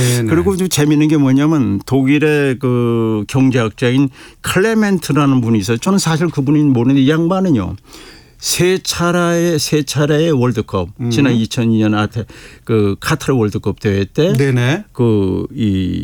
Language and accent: Korean; Chuncheon, Gangwon, South Korea; 제 고향이 강원도 춘천입니다.